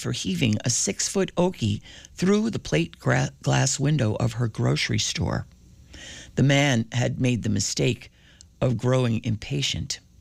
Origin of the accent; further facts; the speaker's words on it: Belle Harbor, New York, United States; born there; I was born in Bell Harbor, Queens, in 1933